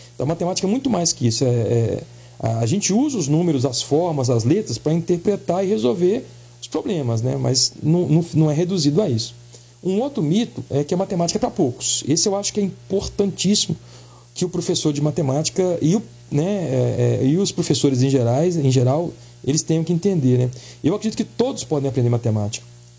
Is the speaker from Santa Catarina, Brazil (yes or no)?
no; Belo Horizonte, Minas Gerais, Brazil; now in Ouro Preto, Brazil; quando eu cheguei em Ouro Preto, eu vim de Belo Horizonte, minha família é de lá, vim para o FOP fazer faculdade, né?